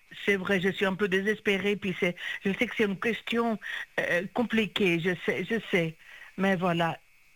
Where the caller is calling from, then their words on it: Switzerland; chez nous, en Suisse, il fait froid.